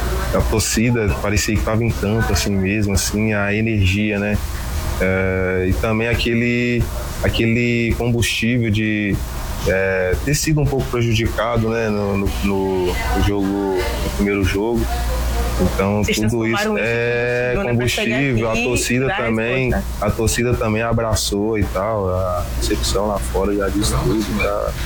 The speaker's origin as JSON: {"language": "Portuguese", "town": "Visconde do Rio Branco", "region": "Minas Gerais", "country": "Brazil", "tie": "born or raised there", "moved": "yes", "said": "saí de Minas Gerais, né, lá do interior de Minas, Visconde do Rio Branco, mais próximo ali de Juiz de Fora"}